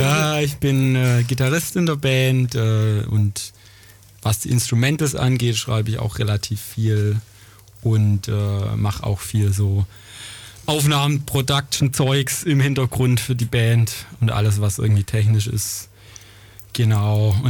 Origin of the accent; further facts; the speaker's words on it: Eichelberg, Germany; wir sind alle aus dem gleichen Kaff und haben früher auch schon, also wir kommen aus Eichelberg